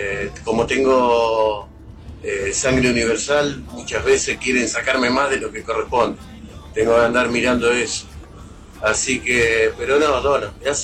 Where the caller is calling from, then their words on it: Podestá, Buenos Aires Province, Argentina; de Podestá.